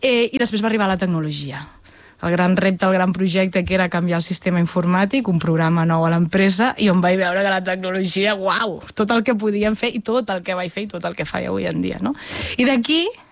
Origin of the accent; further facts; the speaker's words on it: La Selva del Camp, Catalonia, Spain; also born or lived in Reus; Jo vaig néixer a Reus, tot i que amb 6 anys vaig anar a viure en un poble que es diu La Selva del Camp, per tant em considero salvatana. M'he casat amb un salvatà, els meus fills són salvatans, no?